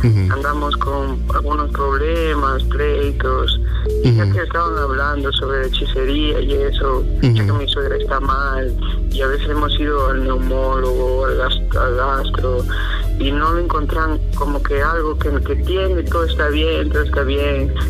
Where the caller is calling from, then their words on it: Chimbote, Ancash, Peru; le llamo de Chimbote.